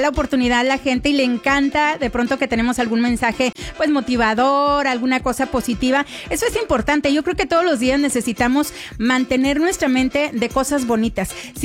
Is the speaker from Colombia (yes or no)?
yes; Antioquia, Colombia; Pero pues como somos paisas, tú sabes que decimos, sí llego